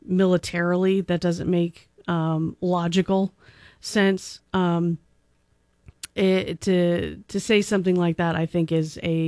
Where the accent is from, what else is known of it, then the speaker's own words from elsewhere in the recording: New Jersey, United States; born there; I was born in New Jersey and my parents and grandparents grew up around the New York, greater New York area